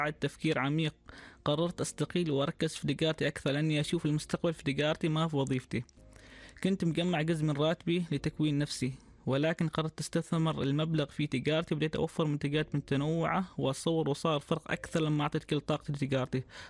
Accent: Oman; عندنا في عمان

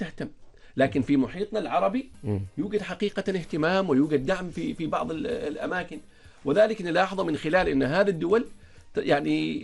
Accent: Oman; عندنا في عمان الآن جهود تبذل.

